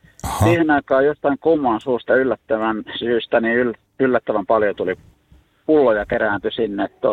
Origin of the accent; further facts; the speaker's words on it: South Ostrobothnia, Finland; moved away; Mä oon Etelä-Pohjanmaalta kotoisin.